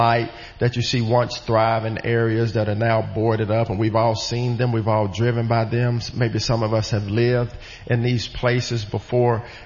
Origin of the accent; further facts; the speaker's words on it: United States; as a pastor, as an American, as just